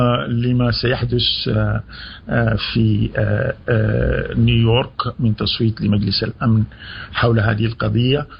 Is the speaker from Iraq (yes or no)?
no; Sudan; نحن كسودانيين